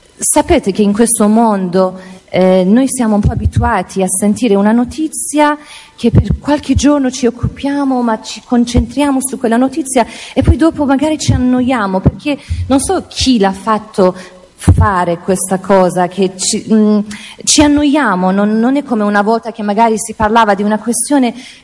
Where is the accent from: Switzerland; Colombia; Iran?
Iran; Io non posso immaginarlo, perché da quando io, essendo iraniana, sono nata